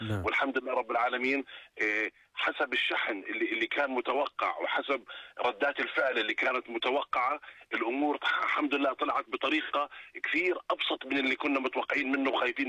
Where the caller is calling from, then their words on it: Jordan; الدوري عندنا بالاردن